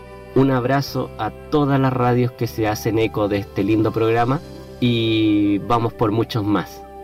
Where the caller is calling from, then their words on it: Chile; de Radio Cambio desde Chile